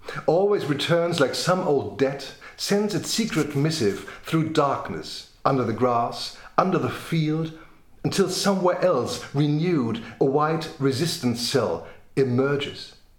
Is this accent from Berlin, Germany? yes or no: yes; Berlin, Germany; Ich hatte sozusagen als Berliner Balkonbesitzer von Unkrautbekämpfung gar keine Ahnung